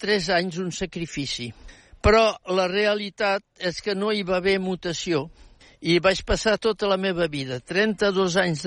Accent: Occitania, France; moved away; also born or lived in Paris; canigó, fantàstic, amb un xic blanc, encara que sigués l'estiu, i doncs ja vaig dir, aquí sóc a casa meva.

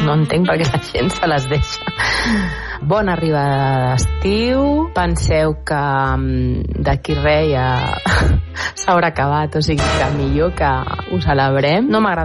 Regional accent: Sant Boi de Llobregat, Catalonia, Spain; Abans jo recordo al meu poble, que jo era de Sant Boi

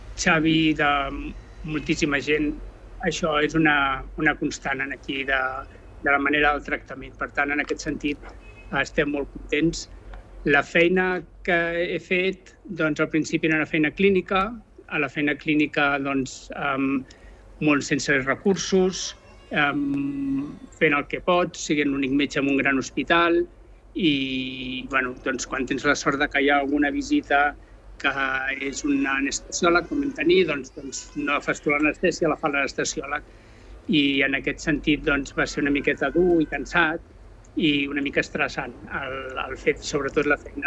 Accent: Sant Cugat del Vallès, Catalonia, Spain; also born or lived in Barcelona; Doncs mira, jo vaig néixer a Barcelona, vaig viure els meus primers 10 anys a Montornès del Vallès i després vaig canviar de Vallès i he estat i crescut a Sant Cugat del Vallès.

